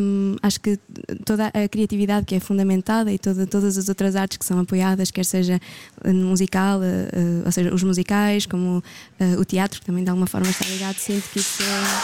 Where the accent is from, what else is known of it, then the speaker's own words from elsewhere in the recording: Santa Comba Dão, Centro, Portugal; moved away; sou de Santa Combadão